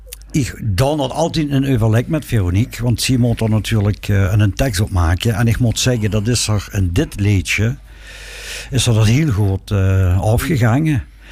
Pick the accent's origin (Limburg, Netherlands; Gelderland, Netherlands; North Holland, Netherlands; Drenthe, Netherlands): Limburg, Netherlands; Maastricht; Ik ben geboren in Maastricht in de Jonkeruilstraat in 1960. 3 juni.